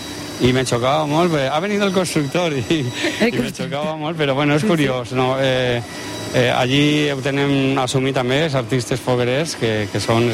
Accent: Gandia, Valencian Community, Spain; born there; Sí, a més és el meu barri d'on vaig néixer jo, que va ser en Corea.

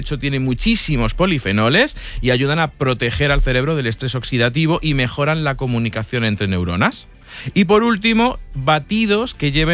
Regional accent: Castilla-La Mancha, Spain

